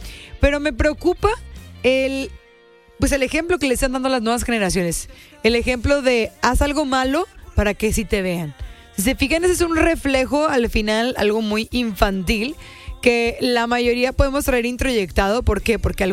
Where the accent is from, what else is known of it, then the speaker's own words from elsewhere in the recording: Mexico; como buenos mexicanos, quiero pensar que nos inspiramos